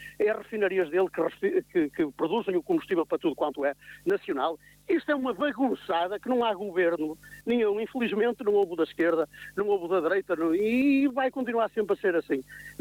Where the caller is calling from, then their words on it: Felgueiras, Norte, Portugal; eu sou de Felgueiras.